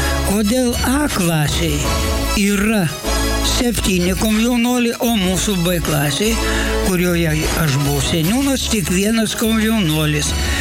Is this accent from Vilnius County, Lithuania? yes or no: no; Veisiejai, Alytus County, Lithuania; born there; now in Utena, Lithuania; Na, nors esu dabar uteniškis, tačiau iš tikrųjų gimiau Dzūkijoje, tokiame garsiame Veisiejų miestelyje. Nes, o vėliau gyvenau jau Utenos rajone